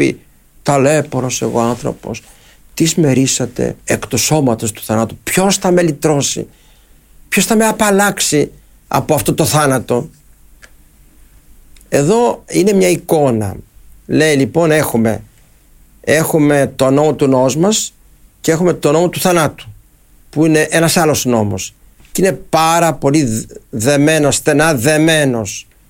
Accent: Greece; είμαστε Έλληνες

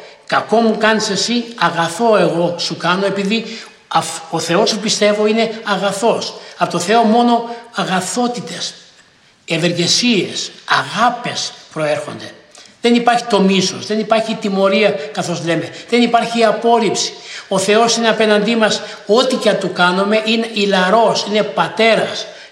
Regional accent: Epirus, Greece; εγώ κατάγομαι από την Ήπειρο

